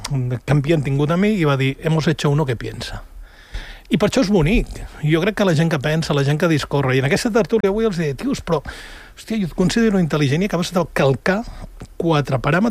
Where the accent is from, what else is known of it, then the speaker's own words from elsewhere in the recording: L'Ametlla del Vallès, Catalonia, Spain; el meu poble, vale? L'Ametlla del Vallès, un poble petit